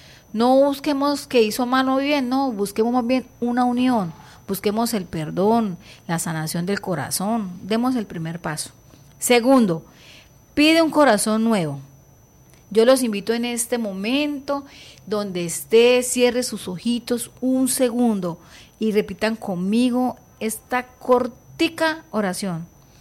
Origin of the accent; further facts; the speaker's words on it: Colombia; Nosotros como hermanos en Cristo Jesús, como colombianos